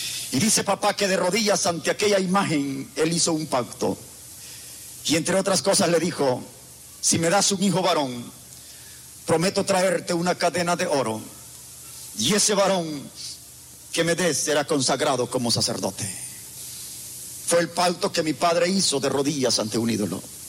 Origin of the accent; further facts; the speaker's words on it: Ciudad Barrios, San Miguel, El Salvador; born there; Nací en Ciudad Barrios, en San Miguel, El Salvador. Dios me dio el privilegio de nacer en una hermosa familia.